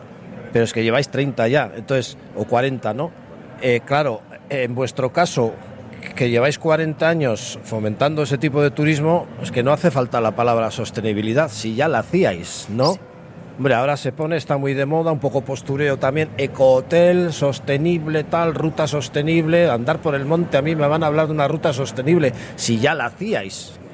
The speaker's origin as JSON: {"language": "Spanish", "town": "San Sebastián", "region": "Basque Country", "country": "Spain", "said": "Yo que vengo de San Sebastián, dicen que es la cuna de la gastronomía."}